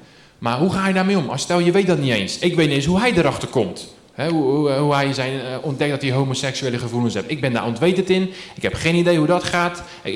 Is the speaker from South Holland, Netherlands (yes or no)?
yes; IJsselmonde, South Holland, Netherlands; Ik kom uit IJsselmonde. In Zierveen vandaan. Om het hoekie. Ik ben opgegroeid daar.